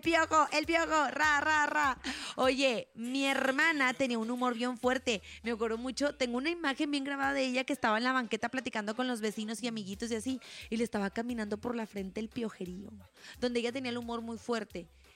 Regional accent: Monterrey, Nuevo León, Mexico; porque somos regios

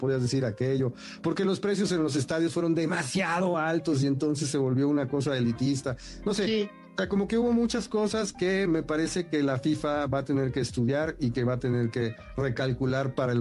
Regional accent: Mexico; Es decir, somos mexicanos y estamos orgullosos y todos somos iguales y no pasa nada, ¿no?

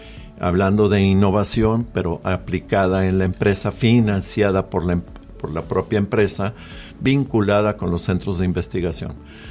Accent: Mexico; El 98% somos, ay, canijo, mexicanos.

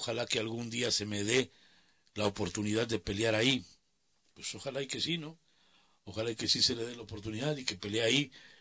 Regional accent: Mexico; Lo cierto es de que siendo mexicano, jamás iremos nosotros contra un mexicano, jamás, jamás, jamás.

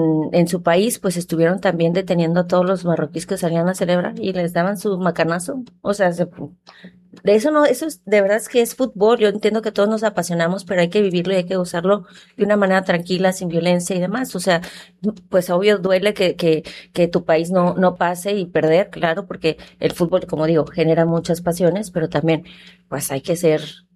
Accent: Mexico

